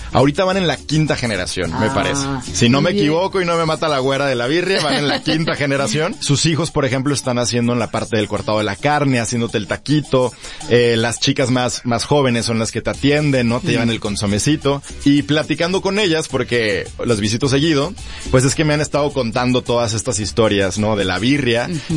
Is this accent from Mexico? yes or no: yes; Mexico